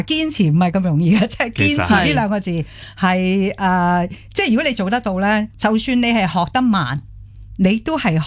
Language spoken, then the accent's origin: Cantonese; Hong Kong; 作為中國人的香港人，仲要我是香港小姐